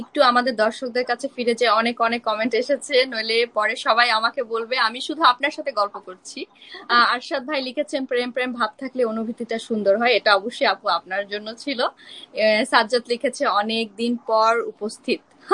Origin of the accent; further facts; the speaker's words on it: Bangladesh; moved away; আমার ছোটবেলা থেকে আমি যখন বাংলাদেশে ছিলাম, বড় হয়েছি